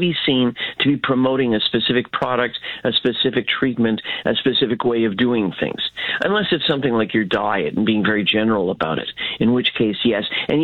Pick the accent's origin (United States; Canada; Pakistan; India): Canada; I'm Canadian. I know I should be used to it.